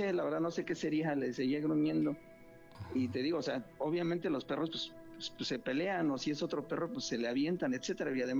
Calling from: Mexico City, Mexico; De la alcaldía de Coajimalpa.

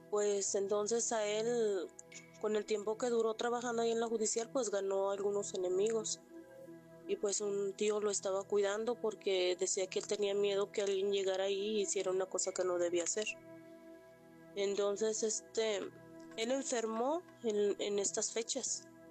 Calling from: Michoacán, Mexico; Somos del estado de Michoacán.

